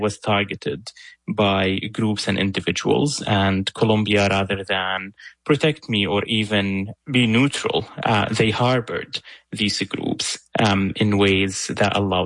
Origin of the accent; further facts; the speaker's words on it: Syria; moved away as an adult; also born or lived in Lebanon; As you explained, I was born and raised in Syria. For 18 years, I lived there. But I was never really, like, Syrian.